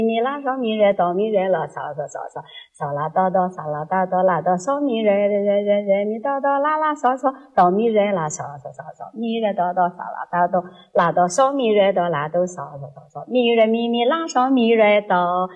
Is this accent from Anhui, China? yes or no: yes; Funan, Anhui, China; born there; 我的出生地就是在我们阜南县有个惠龙镇卢壮村，是一个小陈庄。那是我的出生地